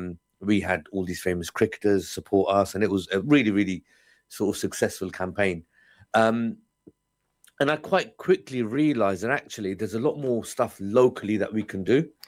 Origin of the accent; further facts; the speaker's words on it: Luton, East of England, United Kingdom; I've been born and bred in Luton, been here all my life.